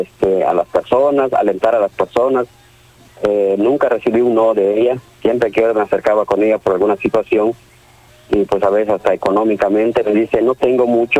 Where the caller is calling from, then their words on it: Yucatán, Mexico; somos del poblado de Folcá, aquí en Yucatán.